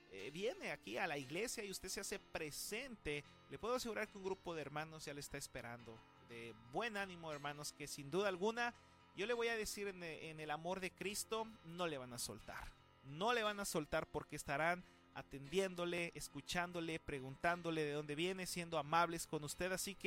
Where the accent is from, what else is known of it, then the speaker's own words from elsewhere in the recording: Mexico; como los mexicanos sabemos hacer